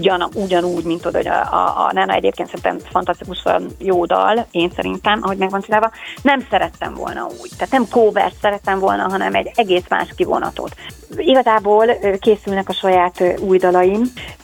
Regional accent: Hungary; Hiszen magyar emberek vagyunk

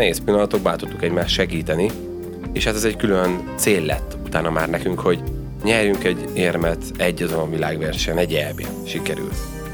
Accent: Ceglédbercel, Pest, Hungary; mi azért lokálpatrióták vagyunk, Cegléd-Bercelről származunk

